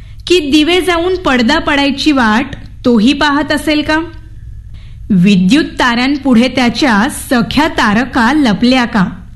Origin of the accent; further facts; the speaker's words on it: Devgad, Maharashtra, India; now in Mumbai, India; मी मूळची देवगडची आहे, तर गावी कसं निरभ्र आकाश आपल्याला पाहायला मिळतं